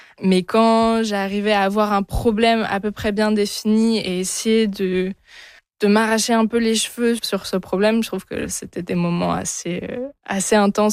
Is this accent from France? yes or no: yes; France; first language French; moved away as an adult; now in Vancouver, Canada; Je rentre en France, à Bordeaux